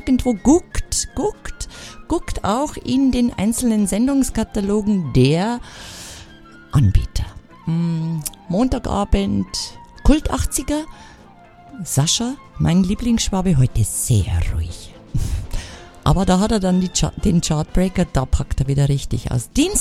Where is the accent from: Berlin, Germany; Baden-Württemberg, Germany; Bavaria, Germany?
Bavaria, Germany; Ich komme ja aus Bayern.